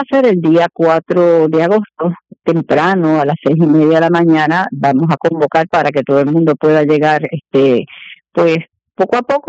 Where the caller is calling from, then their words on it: San Juan, Puerto Rico; En mi caso, yo vivo en Las Carmelitas